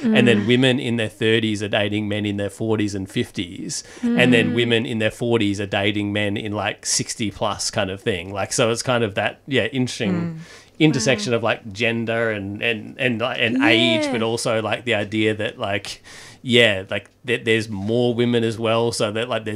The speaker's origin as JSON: {"language": "English", "town": "Perth", "region": "Western Australia", "country": "Australia", "lives_now": "Melbourne, Australia", "said": "So I'm from Perth originally, which is, and you know, is more socially conservative than Melbourne. I now play ice hockey in Melbourne"}